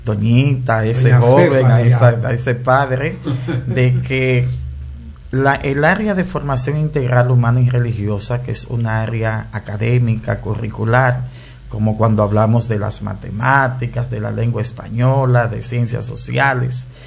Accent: Dominican Republic

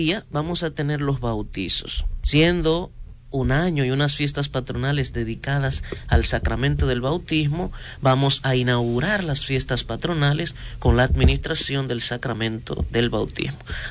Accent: Palmarito, La Vega, Dominican Republic; vicario de la parroquia del Beato Bonó de Palmarito, La Vega. Exacto, de donde yo soy. Así que aprovecho para saludar a la gente de Palmarito

